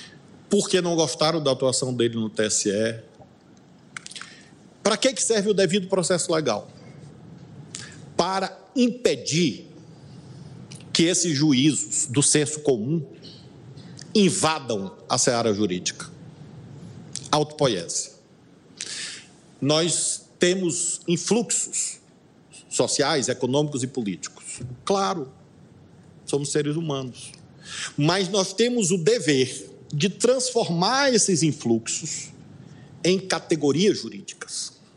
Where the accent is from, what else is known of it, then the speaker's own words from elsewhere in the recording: Brazil; me incomoda como brasileiro e como magistrado, magistrado desse tribunal